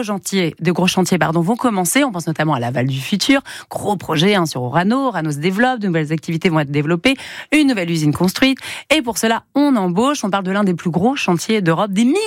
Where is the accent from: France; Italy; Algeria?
France; Cherbourg, Normandy; moi j'ai grandi avec SOS Médecins, je suis de Cherbourg.